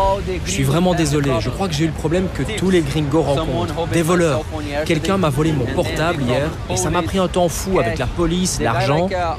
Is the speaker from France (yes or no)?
no; Brazil; Je suis né et j'ai grandi au Brésil. C'est là-bas, juste derrière, que j'ai grandi, que je me sens chez moi. Je suis très fier d'être brésilien et je suis aussi fier d'être originaire d'une favela.